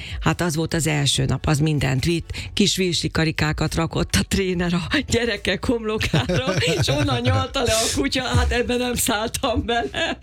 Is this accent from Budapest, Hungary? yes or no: no; Makó, Csongrád-Csanád, Hungary; Pénteken egész nap a kalandparkban voltunk, otthon Makón, aha, a Marosparton, hát ugye nekem az idillikus mindenem